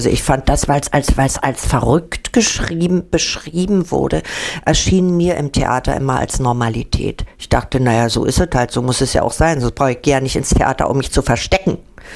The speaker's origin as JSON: {"language": "German", "region": "Berlin", "country": "Germany", "said": "der Sprachapparat und dann noch als Berlinerin, also und die Lispelei"}